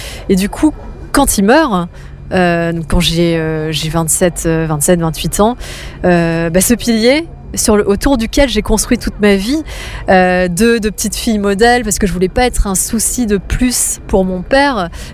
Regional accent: Hauts-de-France, France; born there; Je suis née en Picardie. C'est très exotique.

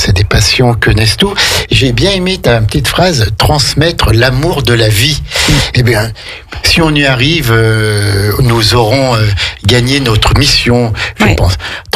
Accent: La Chambotte, Auvergne-Rhône-Alpes, France; Il y a un demi-siècle, moi je suis né dans une famille installée depuis plusieurs siècles dans le petit village de la Chambotte, au col de la Chambotte, en dessous du Belvédère.

